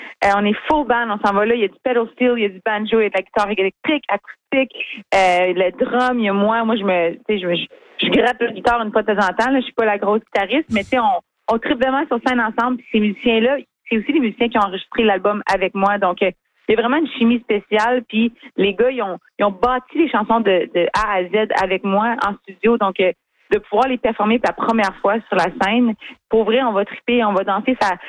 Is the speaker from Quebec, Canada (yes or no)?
no; Casselman, Ontario, Canada; je viens de Castlemaine en Ontario.